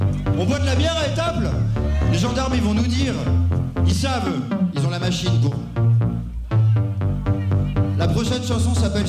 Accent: Hauts-de-France, France; Ouais, je viens du Nord.

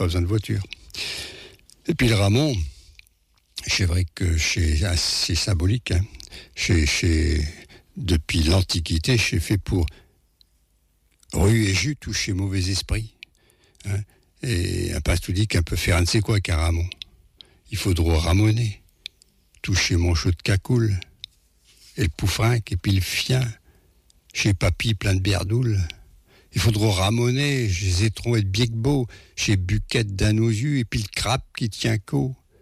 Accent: Paris, Île-de-France, France

